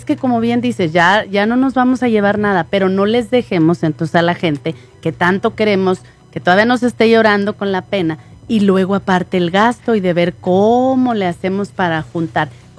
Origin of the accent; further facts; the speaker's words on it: Hidalgo del Parral, Chihuahua, Mexico; moved away; allá tiran las cenizas en Parral, si tú quieres, ándale, porque es de donde yo soy.